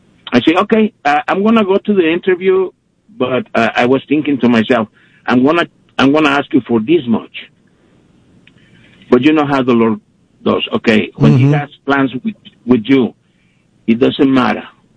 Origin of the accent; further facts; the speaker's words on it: Monterrey, Nuevo León, Mexico; born there; English is a second language; I was born in Monterrey, Nuevo León, Mexico. And even I thought I was born in a specific place.